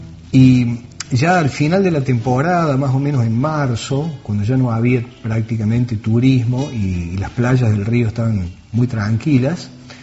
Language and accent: Spanish; Río Cuarto, Córdoba, Argentina; born there; also born or lived in Alpa Corral; Yo nací en Río Cuarto.